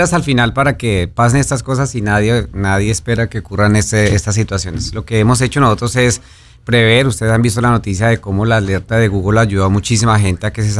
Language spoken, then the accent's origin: Spanish; Colombia; Muchas gracias por la invitación. Venimos de Colombia, aguantando un poco de calor.